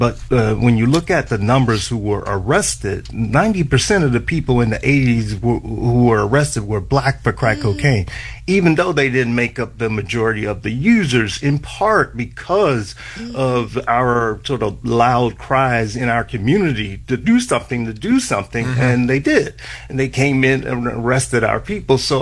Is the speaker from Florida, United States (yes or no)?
yes; Miami, Florida, United States; I grew up in Miami, and at that time, I was in the Air Force, actually.